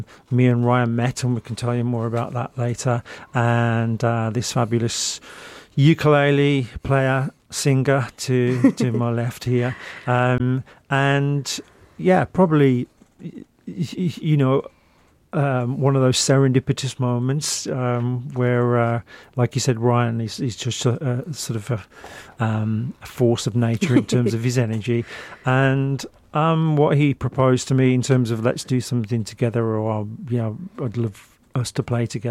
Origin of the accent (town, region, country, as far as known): West Midlands, United Kingdom; born or raised there